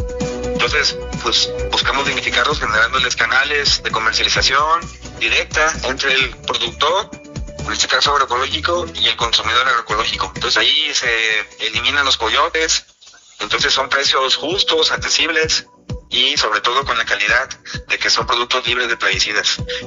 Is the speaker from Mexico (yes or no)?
yes; Mexico; sentirnos bien orgullosos como pueblo mexicano, pueblo de maíz